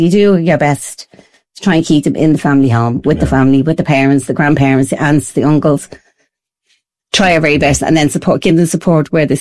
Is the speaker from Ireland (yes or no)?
yes; Ireland; As Irish people.